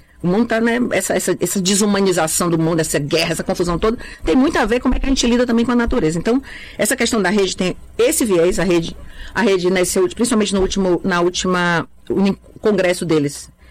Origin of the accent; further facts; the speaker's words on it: Fortaleza, Ceará, Brazil; born there; Eu nasci na periferia de Fortaleza, no Mudubim, quando era... Mudubim ainda tinha vacaria. Então, assim, ali era a zona rural de Fortaleza.